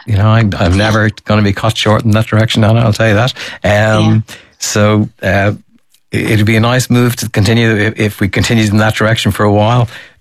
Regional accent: Ireland; And that's something that really is very ingrained in us as Irish people, isn't it?

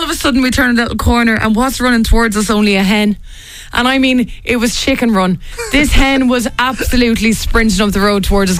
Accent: Dublin, Leinster, Ireland; because I'm from Dublin and Seamus the dog is never off a lead

